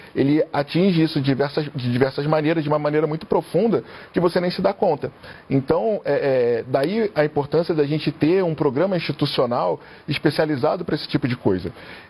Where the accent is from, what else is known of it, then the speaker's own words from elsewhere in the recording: Rio de Janeiro, Brazil; Eu sou carioca, então carioca fala palavrão.